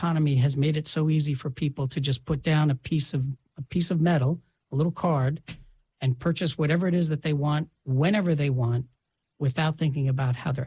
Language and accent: English; New York City, New York, United States; And so, you know, I grew up in the Bronx, New York. My father was a bus driver for the New York City Transit Authority for 35 years.